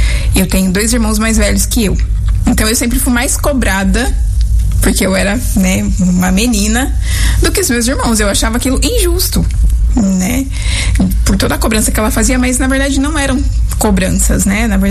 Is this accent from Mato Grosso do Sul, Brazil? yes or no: yes; Paranaíba, Mato Grosso do Sul, Brazil; Eu sou natural de Paranaíba, no Mato Grosso do Sul. Uma terra muito boa, nós somos muito acolhedores. E é claro que não poderia deixar de ter calor. Uhum. Lá é quente o ano inteiro.